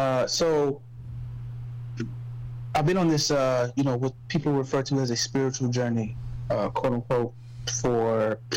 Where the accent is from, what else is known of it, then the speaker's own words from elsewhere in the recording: Nigeria; You know, as a Nigerian man too, it's a very odd.